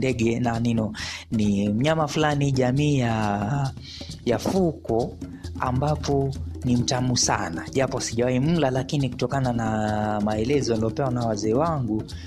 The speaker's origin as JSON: {"language": "Swahili", "region": "Vihiga County", "country": "Kenya", "tie": "born or raised there", "second_language": "Swahili", "said": "kutokea magharibi ya Kenya ambako nakozaliwa, jimbo la Vihiga."}